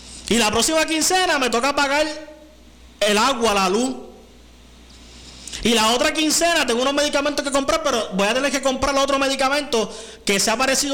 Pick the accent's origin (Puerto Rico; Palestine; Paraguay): Puerto Rico; somos puertorriqueños